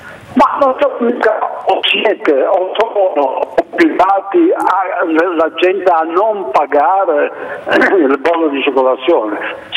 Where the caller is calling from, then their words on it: Genoa, Liguria, Italy; io sono a Genova dal 65